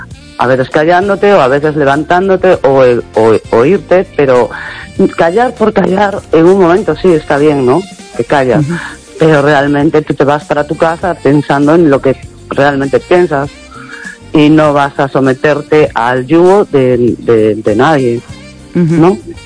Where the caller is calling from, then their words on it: Chapela, Galicia, Spain; Pues desde Chapela.